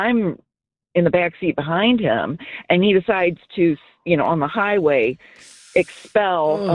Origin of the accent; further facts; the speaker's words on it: Hammond, Indiana, United States; now in Crown Point, United States; We grew up in Hammond, Indiana